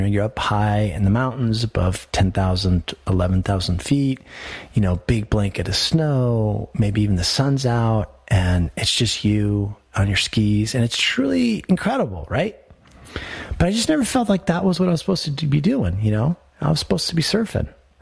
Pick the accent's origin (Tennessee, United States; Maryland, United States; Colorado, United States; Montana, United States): Colorado, United States; I grew up here in Colorado. My mother was a child of immigrant parents.